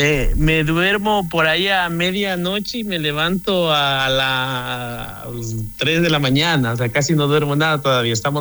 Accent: Ecuador; moved away as an adult; now in China; porque soy el único ecuatoriano acá, estoy solito acá.

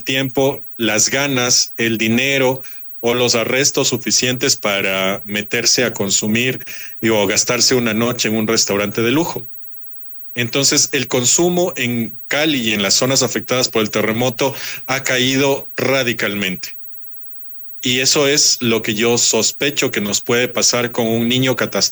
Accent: Ecuador; Nosotros como ecuatorianos no hemos tenido un registro histórico de lo que se avecina con este niño

